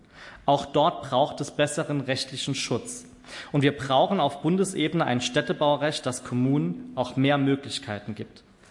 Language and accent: German; Saarbrücken, Saarland, Germany; Allein meine Heimatstadt, die Landeshauptstadt Saarbrücken, erhält rund 92,3 Millionen Euro.